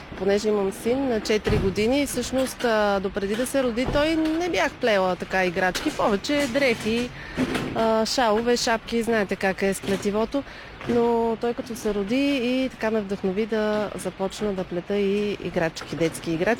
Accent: Blagoevgrad, Blagoevgrad Province, Bulgaria; съм от Благоевград.

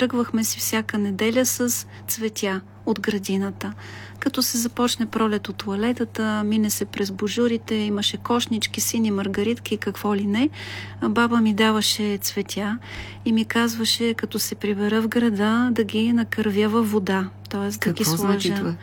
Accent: Novo Selo, Ruse Province, Bulgaria; moved away; това е Северна България, около Русе, на 20-тина километра, родното ми село, Ново село, в което не съм се връщала по ред причини от 9 години.

